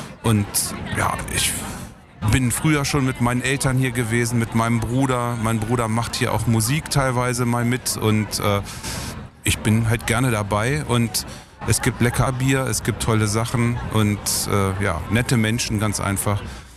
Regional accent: Hildesheim, Lower Saxony, Germany; gebürtiger Hildesheimer eigentlich nicht, aber auf jeden Fall in Hildesheim aufgewachsen, zur Schule gegangen und von klein auf immer bei der Jazztime gewesen.

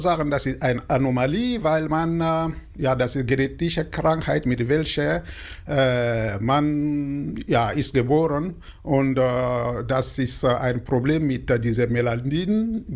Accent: Burkina Faso; German is a second language; moved away as an adult; now in Hildesheim, Germany; Ich komme aus Burkina Faso und ich lebe in Hildesheim seit 2012.

